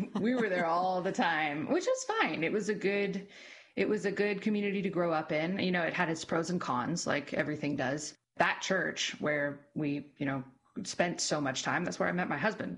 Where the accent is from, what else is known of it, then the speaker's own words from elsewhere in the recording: El Centro, California, United States; we grew up in El Centro because she moved from Hopeville to El Centro.